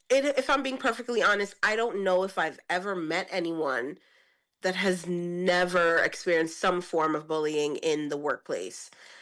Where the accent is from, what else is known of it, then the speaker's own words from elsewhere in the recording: New York City, New York, United States; moved away as an adult; now in New Jersey, United States; I'm in New Jersey, but I am from Brooklyn. I'm a New Yorker.